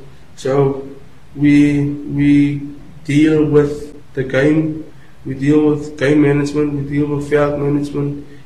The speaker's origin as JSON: {"language": "English", "region": "Western Cape", "country": "South Africa", "said": "I'm from Goedgevaag. It's a town near Pieketburg. It's close to Langebaan. I'm not from Langebaan. It's close to Langebaan, but there it's also unknown. I'm not from a city"}